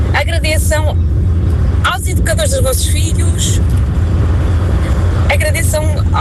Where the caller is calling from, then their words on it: Sangalhos, Centro, Portugal; sou de Sangalhos.